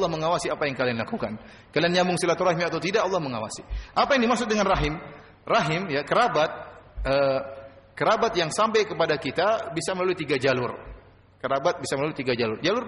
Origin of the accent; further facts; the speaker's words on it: South Sulawesi, Indonesia; Ya, saya orang Bugis, ente orang Madura. Gimana sambungnya? Kita bukan kerabat.